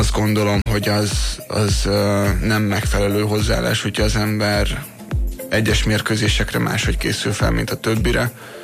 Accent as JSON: {"language": "Hungarian", "town": "Székesfehérvár", "region": "Fejér", "country": "Hungary", "tie": "born or raised there", "said": "de hogy én sose költöztem a Fehérvárról, sose játszottam ugye másik csapatban"}